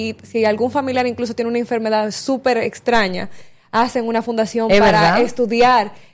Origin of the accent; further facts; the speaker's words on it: Dominican Republic; nosotros en República Dominicana somos muy abiertos, muy cariñosos, muy amorosos.